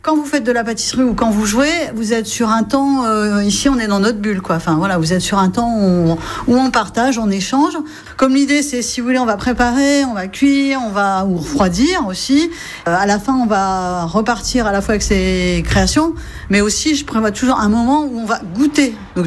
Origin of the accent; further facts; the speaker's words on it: Hauts-de-France, France; moved away as an adult; now in La Lucerne-d'Outremer, France; Je viens de la Picardie.